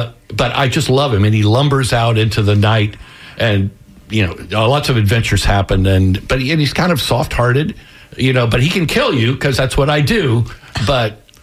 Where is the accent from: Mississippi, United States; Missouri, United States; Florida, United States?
Florida, United States; Tampa; and this is something you know growing up in Tampa